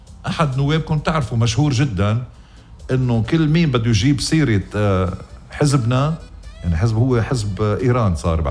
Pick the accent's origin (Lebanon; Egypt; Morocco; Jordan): Lebanon